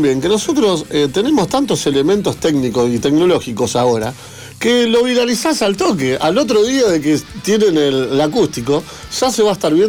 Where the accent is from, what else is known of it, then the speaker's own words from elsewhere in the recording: Argentina; Nosotros somos argentinos.